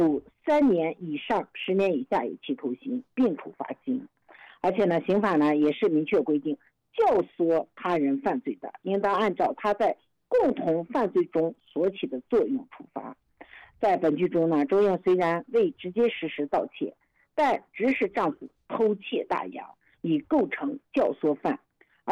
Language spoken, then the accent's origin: Chinese; Inner Mongolia, China; 咱们内蒙古人